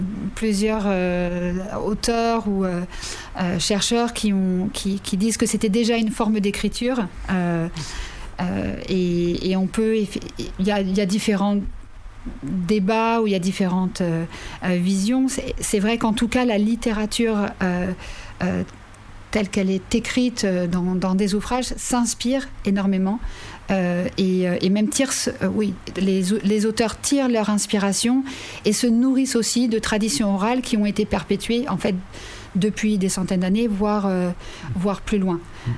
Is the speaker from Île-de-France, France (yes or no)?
yes; Paris, Île-de-France, France; moved away as an adult; moi, donc, je suis française, j'ai grandi à Paris, et quand j'ai commencé à faire ma thèse en Australie en 2003